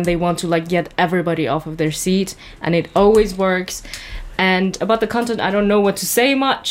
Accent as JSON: {"language": "English", "town": "Ahvaz", "region": "Khuzestan", "country": "Iran", "said": "I'm from Ahvaz, and that is in South Iran, and it's very much influenced by coastal Iranians"}